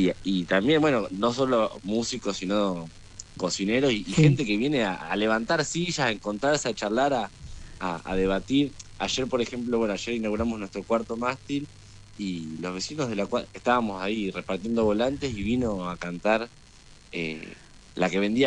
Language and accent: Spanish; La Plata, Buenos Aires Province, Argentina; somos nosotros, bueno, platenses